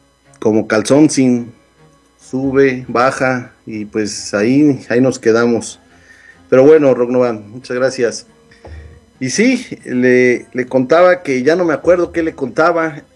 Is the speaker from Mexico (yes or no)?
yes; Mexico; Y no se trata de defender a nuestro país como mexicanos, sino de pedir justicia, claro, justicia.